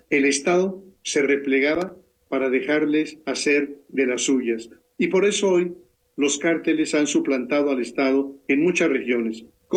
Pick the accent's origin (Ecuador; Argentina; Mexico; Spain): Mexico; como mexicano es muy irritante escuchar